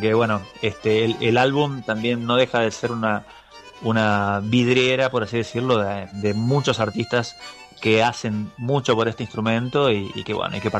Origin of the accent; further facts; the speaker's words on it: Río Tercero, Córdoba, Argentina; born there; en la ciudad donde yo nací, que es Río Tercero, en la provincia de Córdoba